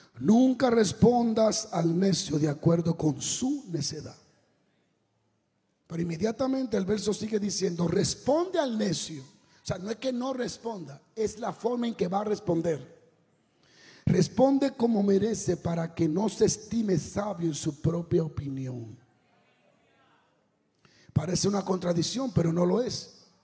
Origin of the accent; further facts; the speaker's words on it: Dominican Republic; Yo soy dominicano.